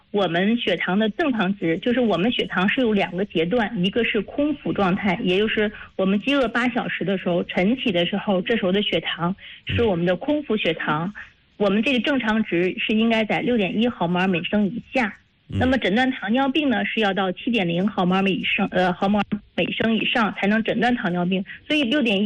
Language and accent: Chinese; Hebei, China; 我们河北省是高于全国的平均水平的